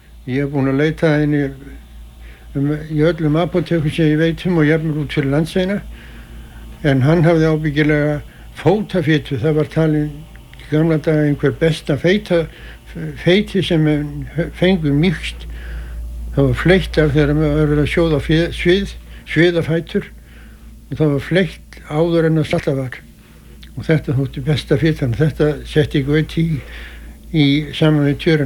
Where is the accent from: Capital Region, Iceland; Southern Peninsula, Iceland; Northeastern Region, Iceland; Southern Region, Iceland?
Northeastern Region, Iceland; Arnarvatn; Ég er fæddur 1923 á Arnarvatni Mývarsveit og ólst þar upp til fullorðins ára.